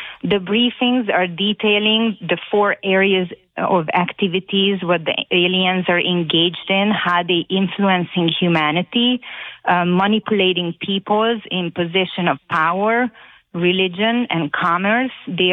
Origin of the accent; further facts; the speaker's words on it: Hungary; Okay, so this came to me because I was born and raised in Hungary.